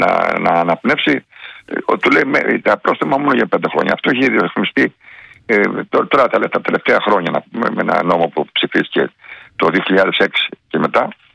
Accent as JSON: {"language": "Greek", "town": "Chania", "region": "Crete", "country": "Greece", "said": "στα Χανιά, στην πατρίδα μου που λέω τώρα."}